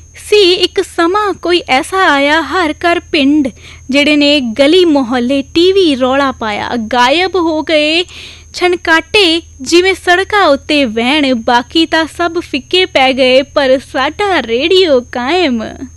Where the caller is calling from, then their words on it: Jalandhar, Punjab, India; ਬਾਰਗੋ camp Jalandhar.